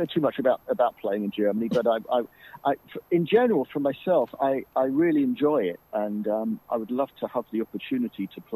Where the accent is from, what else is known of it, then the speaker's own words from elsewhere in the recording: London, United Kingdom; I mean, I come from London, and it takes 2 hours to cross London, and it actually takes about 2 hours to cross the Netherlands.